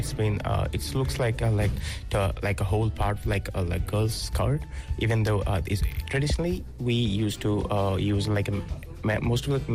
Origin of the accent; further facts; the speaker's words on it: Narsingdi, Dhaka Division, Bangladesh; now in Busan, South Korea; So in past, like hometown, I used to live night from Dhaka. It's quite, my place called Narshindi. So it's very famous for like food and traditional clothes. And when I used to live Narshindi, it's been a while.